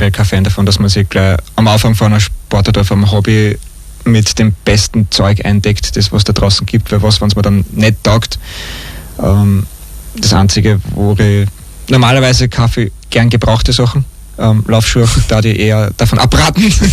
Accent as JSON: {"language": "German", "town": "Asperhofen", "region": "Lower Austria", "country": "Austria", "tie": "born or raised there", "said": "Und danach geht es weiter mit dem Lauf in meiner Heimatgemeinde in Asperhofen, auf dem Buchberg. Das ist einfach der Hausberg und da muss ich starten."}